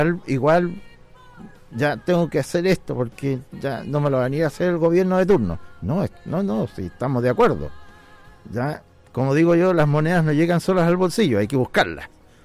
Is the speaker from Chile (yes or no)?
yes; Chile